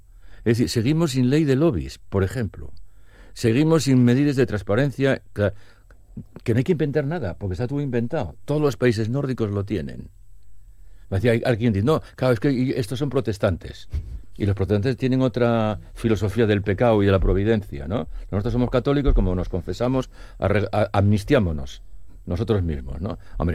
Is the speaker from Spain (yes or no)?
yes; Caravia, Asturias, Spain; De mi pueblo, de Caravia.